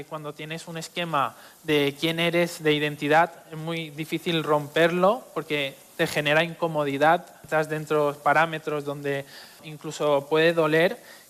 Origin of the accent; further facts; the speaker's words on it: Mallorca, Balearic Islands, Spain; yo soy de Mallorca